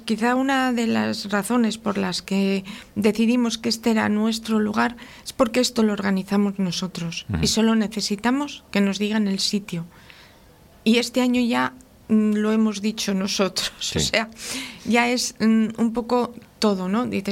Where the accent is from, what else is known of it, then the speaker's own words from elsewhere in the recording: Laredo, Cantabria, Spain; que somos de Laredo